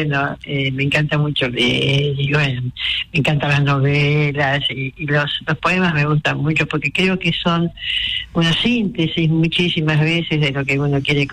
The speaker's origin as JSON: {"language": "Spanish", "town": "Villa Ballester", "region": "Buenos Aires Province", "country": "Argentina", "tie": "born or raised there", "said": "Yo soy de Villa Ballester."}